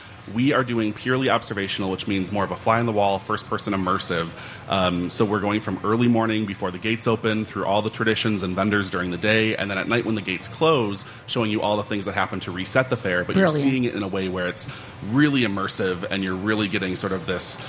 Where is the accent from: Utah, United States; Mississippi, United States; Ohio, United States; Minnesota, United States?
Minnesota, United States; Edina; also born or lived in Duluth; Yeah, I was born in Duluth, grew up in Edina. So in the Twin Cities, we would go every year.